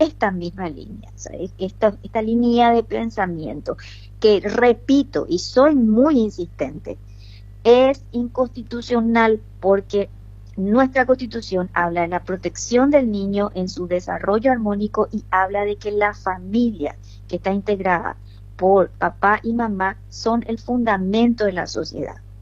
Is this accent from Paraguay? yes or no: yes; Paraguay; nosotros como paraguayos